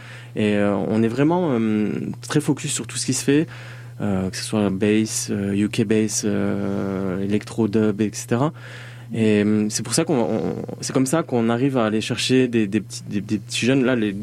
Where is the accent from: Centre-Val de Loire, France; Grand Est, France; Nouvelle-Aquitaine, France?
Grand Est, France; on a grandi en Lorraine, on est des enfants d'immigrés